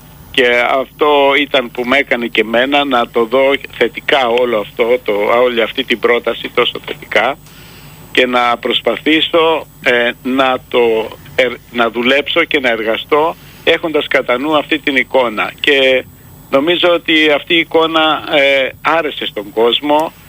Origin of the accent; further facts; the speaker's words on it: Falatados, South Aegean, Greece; moved away as an adult; Εγώ είμαι από το Φαλατάδο, είμαι από τα πάνω μέρη, είναι αγροτικά χωριά, τα οποία δεν είχαν και μεγάλη, ας πούμε, έτσι, σχέση με το μάρμαρο ή με την τέχνη